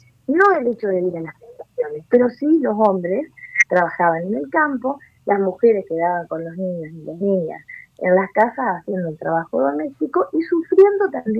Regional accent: Argentina; en Argentina habemos afrodescendientes y no todos ni todas tenemos la tez morena ni respondemos al estereotipo o al fenotipo, en realidad, que se espera del afrodescendiente.

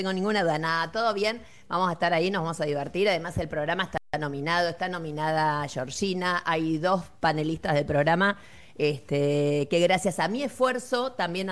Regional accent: Buenos Aires, Argentina; born there; yo nací en Villa Soldati.

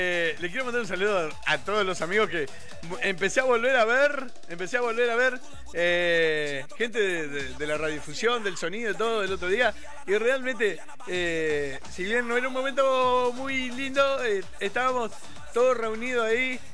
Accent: Diamante, Entre Ríos, Argentina; mi ciudad natal, como es Diamante Entre Ríos.

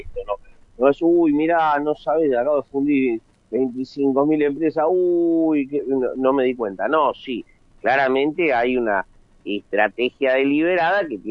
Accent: Argentina

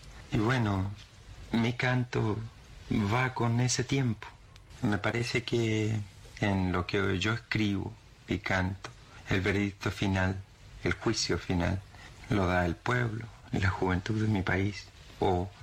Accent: Chile

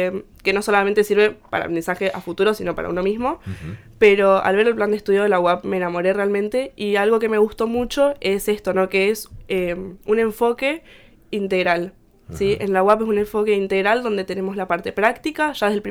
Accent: Buenos Aires, Argentina; moved away; yo soy de Buenos Aires

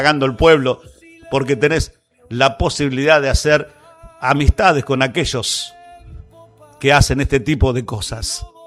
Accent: Bragado, Buenos Aires Province, Argentina; Estoy feliz de ser la voz de mi pueblo.

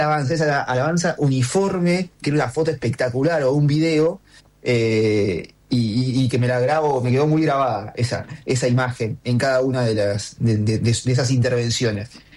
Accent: Allen, Río Negro, Argentina; Soy de Allen.

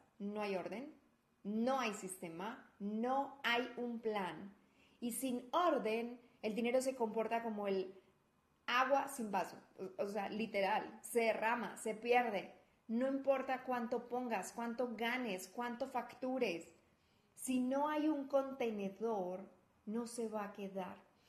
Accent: Colombia; now in Guadalajara, Mexico; soy colombiana viviendo en Guadalajara, México.

